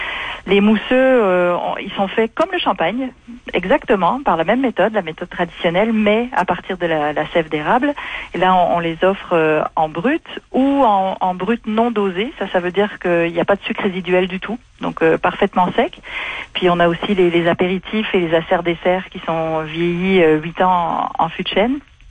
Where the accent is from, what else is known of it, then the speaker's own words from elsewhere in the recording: Belgium; now in Témiscouata, Canada; pour une Belge comme moi